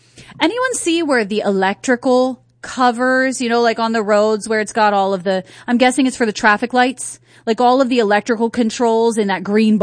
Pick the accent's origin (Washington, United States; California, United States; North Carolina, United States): North Carolina, United States; accent: southern; now in Oahu, United States; I was from North Carolina